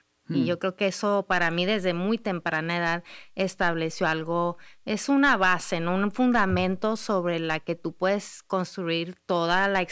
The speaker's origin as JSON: {"language": "Spanish", "region": "Durango", "country": "Mexico", "tie": "born or raised there", "said": "yo nací, mi hermana gemela y yo nacimos en Durango, México. Crecimos ahí, salí yo a estudiar la universidad"}